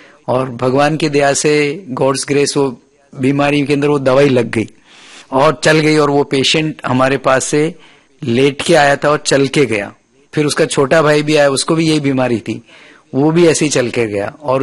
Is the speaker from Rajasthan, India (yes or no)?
yes; Rajasthan, India; राजस्थान का रहने वाला हूं